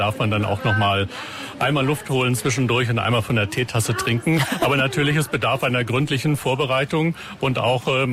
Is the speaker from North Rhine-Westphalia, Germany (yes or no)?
no; Lower Saxony, Germany; Meine alte Heimat ist Südniedersachsen